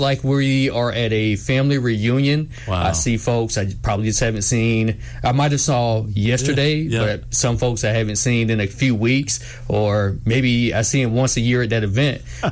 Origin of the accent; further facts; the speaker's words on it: Green Cove Springs, Florida, United States; moved away as an adult; now in Tallahassee, United States; I come from Green Cove Springs, Florida. Green Cove Springs is a little bit south of Jacksonville. Small town, extremely small town